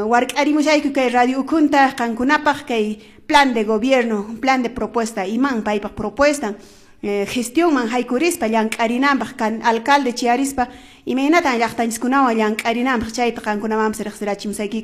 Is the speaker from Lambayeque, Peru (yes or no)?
no; Chumbivilcas, Cusco, Peru; en nuestra provincia de Chumbivilcas